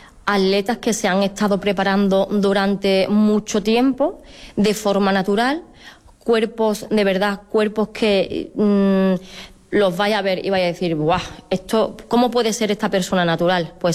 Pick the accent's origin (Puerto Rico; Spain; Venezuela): Spain; Palma del Río, Andalusia; Para mí es un orgullo competir en mi pueblo.